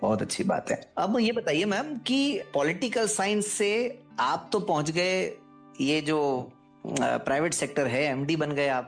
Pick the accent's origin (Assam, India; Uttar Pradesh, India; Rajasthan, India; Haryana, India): Rajasthan, India; हम भी राजस्थान से